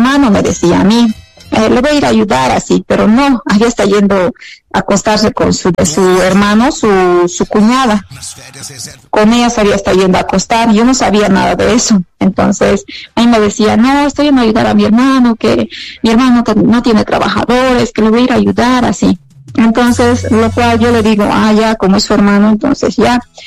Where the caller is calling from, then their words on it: Cochabamba, Bolivia; yo igual soy de Cochabamba.